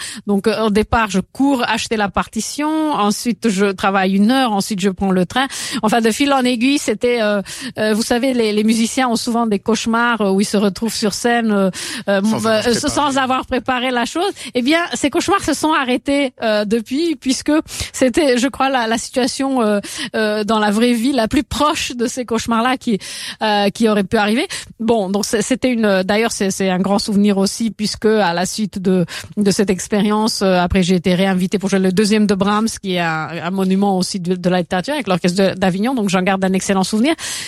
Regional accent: Romania; moved away; je suis née à 60 kilomètres de la Hongrie, et puis Bartók est né à 60 kilomètres de ma ville natale, et c'est une ville en Roumanie actuellement aussi.

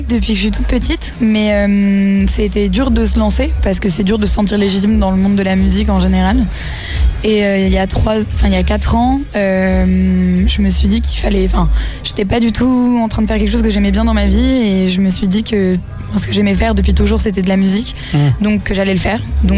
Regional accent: Flers, Normandy, France; ma mère est espagnole et mon père est français. Et donc j'ai grandi à Flers dans l'Orne, et j'avais vraiment ce côté multiculturel qui était toujours avec moi.

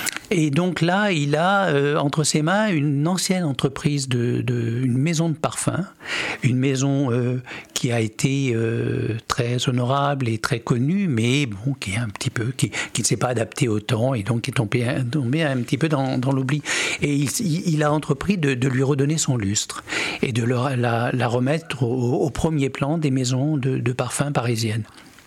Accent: Nouvelle-Aquitaine, France; Pourquoi en Charente? Parce qu'en fait, c'est ma terre natale.

